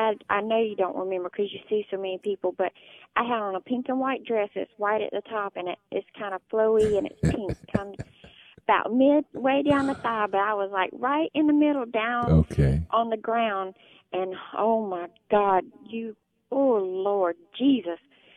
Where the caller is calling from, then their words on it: South Carolina, United States; I'm calling from Lower South Carolina